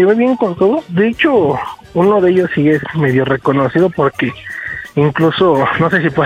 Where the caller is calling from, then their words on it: Mexico City, Mexico; 33 y aquí de la Venustiano Carranza.